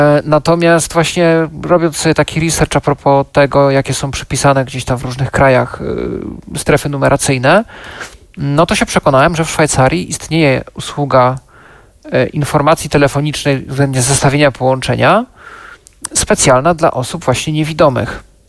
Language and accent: Polish; Knurów, Silesian Voivodeship, Poland; Ja pochodzę z Knurowa na Śląsku